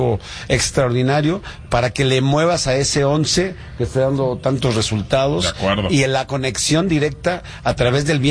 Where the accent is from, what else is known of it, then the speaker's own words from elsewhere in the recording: Mexico City, Mexico; now in Guadalajara, Mexico; Yo vengo del DF, y vengo a Guadalajara y decían, mata a un chilango, es patria.